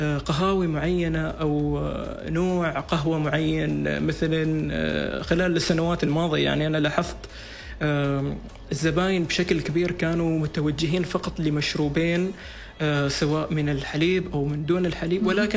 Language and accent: Arabic; Oman